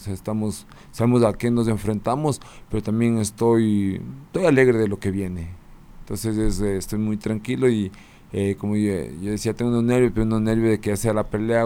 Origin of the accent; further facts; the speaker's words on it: Ecuador; Soy ecuatoriano … soy policía